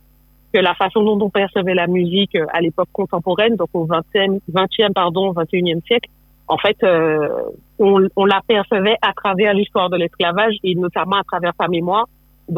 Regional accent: Martinique; je suis martiniquaise, donc c'est une histoire avec laquelle, qu'on le veuille ou non, elle est là avec nous, en fait. J'ai grandi en Martinique

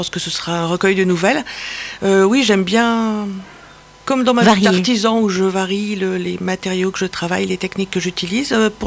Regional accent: Versailles, Île-de-France, France; moved away; Versailles en particulier, qui est ma ville natale où j'ai longtemps vécu.

